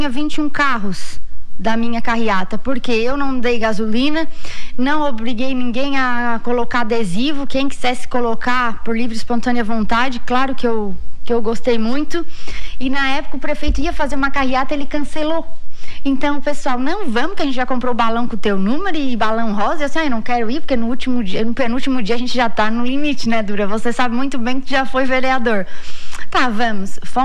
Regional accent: Capivari de Baixo, Santa Catarina, Brazil; Eu nasci aqui no Hospital Nossa Senhora da Conceição, fui criada, né, no Sertão da Estiva, onde sempre pertenceu, onde eu morei lá, pertenceu a Capivari de Baixo.

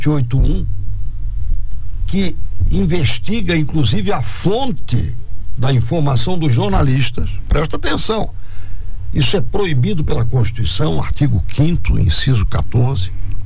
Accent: Santa Catarina, Brazil; Eu sou de Santa Catarina no sentido mais amplo da palavra. Eu pertenço a Santa Catarina, ao estado de Santa Catarina, a gente catarinense.

